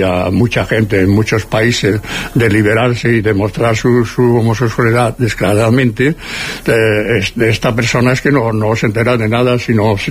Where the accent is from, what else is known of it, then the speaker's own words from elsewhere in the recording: Seville, Andalusia, Spain; now in Barcelona, Spain; cuando vinimos de Sevilla